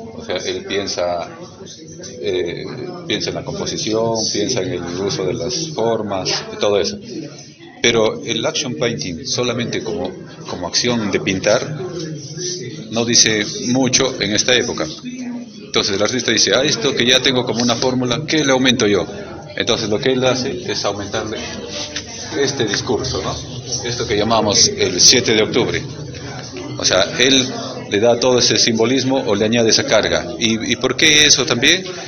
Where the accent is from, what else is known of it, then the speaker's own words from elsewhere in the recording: Peru; nosotros como peruanos